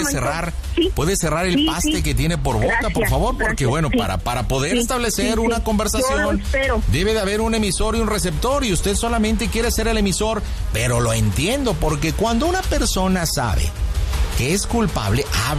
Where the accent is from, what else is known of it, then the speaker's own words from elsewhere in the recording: Nuevo León, Mexico; me está criticando porque soy una persona nacida en Nuevo León, soy regia, soy fuerte, soy contundente.